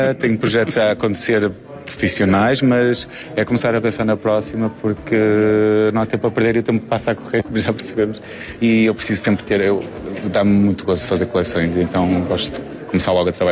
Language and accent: Portuguese; Vizela, Norte, Portugal; em Vizela, que é de onde eu sou